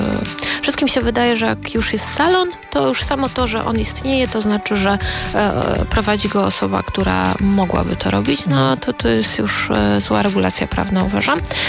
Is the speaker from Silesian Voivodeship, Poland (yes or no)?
no; Sochaczew, Masovian Voivodeship, Poland; u nas w Sochaczewie